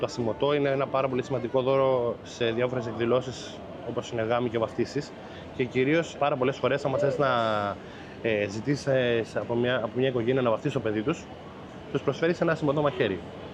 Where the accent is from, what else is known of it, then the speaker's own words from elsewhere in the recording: Chania, Crete, Greece; born there; Εδώ, Χανιά.